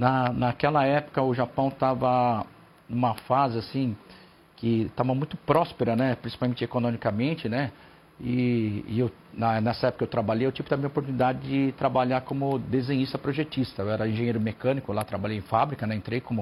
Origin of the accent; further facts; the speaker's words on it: Brazil; moved away; also born or lived in Japan; eu sou brasileiro, né? Vocês me chamam de estrangeiro, brasileiro, mas eu, desde pequeno, eu cultivo a cultura japonesa